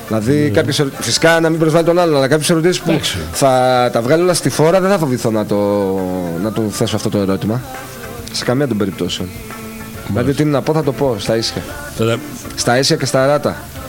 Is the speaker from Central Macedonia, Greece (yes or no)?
no; Kavala, Eastern Macedonia and Thrace, Greece; Για την Ηρακλίτσα Καβάλα. Δείχνουμε ενδιαφέρον για τον τόπο μας. Για την πατρίδα μας.